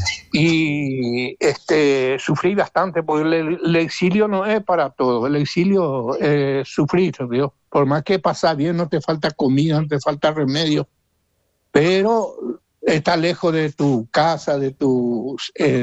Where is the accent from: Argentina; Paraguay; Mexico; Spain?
Paraguay; me estoy quejando del gobierno paraguayo, que yo soy también paraguayo.